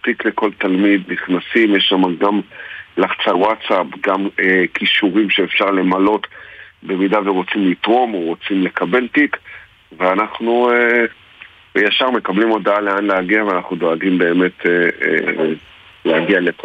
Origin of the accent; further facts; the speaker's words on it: Hadera, Haifa District, Israel; אנחנו מחדרה